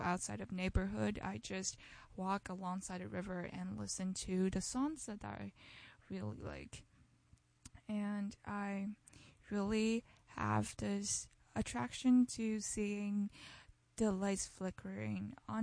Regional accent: Shanghai, China; And maybe because my home city is beside the sea. I'm from Shanghai. It's really close to the sea, and we have a river that runs across the city.

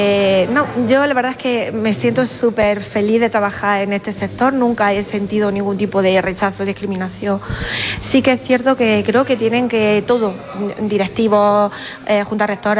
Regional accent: Andalusia, Spain; soy de la Sierra de Segura

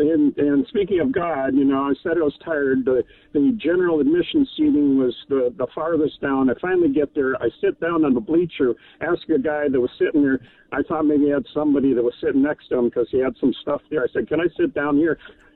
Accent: Ireland; I do know, Chris, because I am Irish.

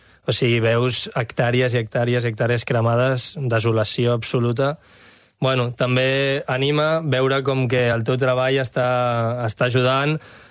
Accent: Gavà, Catalonia, Spain; Clar, jo soc del Parc de Gavà i aquell el vam pillar fort, i just hi havia urbanitzacions al costat

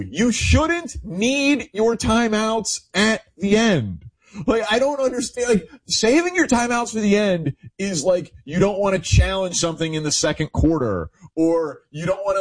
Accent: Chicago, Illinois, United States; I'm from Chicago. I'm not like a diehard Cleveland fan.

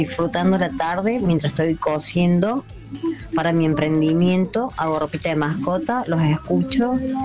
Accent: Córdoba, Argentina; now in Comodoro Rivadavia, Argentina; de Córdoba, pero estoy viviendo en Comodoro Rivadavia, Chubut, ciudad de los vientos.

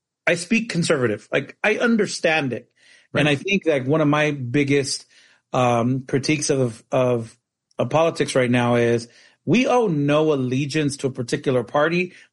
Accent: Phoenix, Arizona, United States; Phoenix, which is my hometown

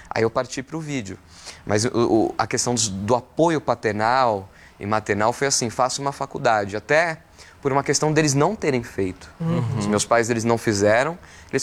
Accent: São Paulo, Brazil; Eu sou do Campo Limpo, Santo Amaro.

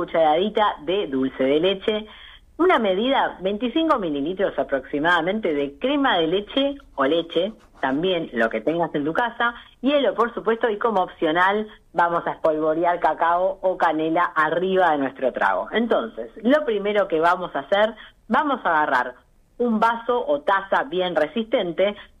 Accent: Argentina; Por eso, este trago incluye algo que nos representa como argentinos, que es el dulce de leche, por supuesto.

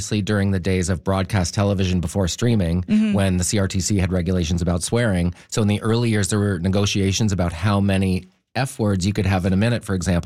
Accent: Prince Edward Island, Canada; I'm from Prince Edward Island.

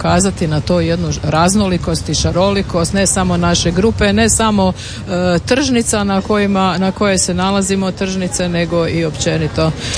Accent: Zagreb, City of Zagreb, Croatia; Pa dobro, ja sam iz Zagreba

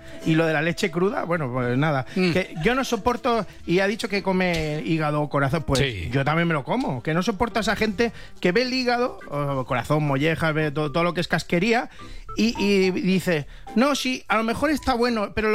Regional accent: Rubí, Catalonia, Spain; Que claro, nosotros somos de Rubí. Nosotros somos de Rubí.

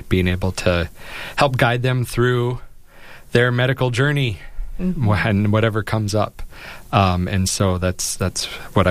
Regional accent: South Dakota, United States; I've been in Brookings over 13 years now. I'm born and raised in South Dakota

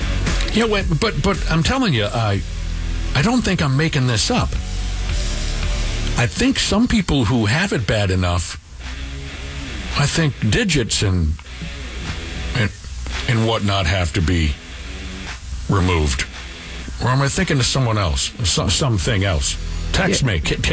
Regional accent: Wayzata, Minnesota, United States; I'm from the Twin Cities. You have to understand, if I was from north of 694, I probably would have more knowledge on herpes.

